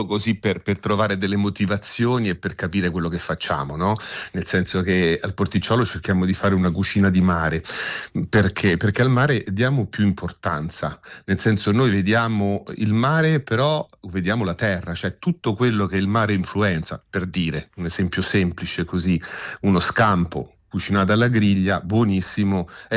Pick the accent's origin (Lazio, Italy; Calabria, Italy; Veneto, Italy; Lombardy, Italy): Lazio, Italy; Fiumicino; moved away; Io sono di Fiumicino, poi sono andato via, poi sono ritornato a Fiumicino